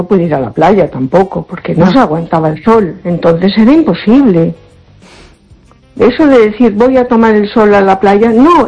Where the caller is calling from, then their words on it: A Coruña, Galicia, Spain; Hola, buenas noches … de Coruña.